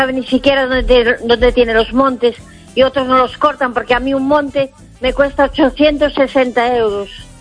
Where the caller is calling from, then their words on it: A Coruña, Galicia, Spain; Hola, Esther. … de La Coruña.